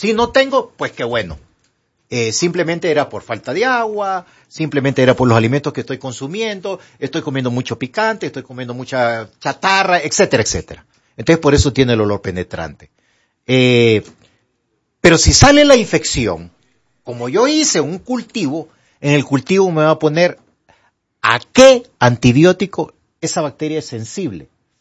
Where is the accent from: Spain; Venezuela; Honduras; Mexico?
Honduras; Así somos los hondureños.